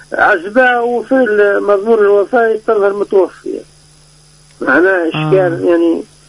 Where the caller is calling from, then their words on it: Ben Gardane, Medenine, Tunisia; من بنقردين،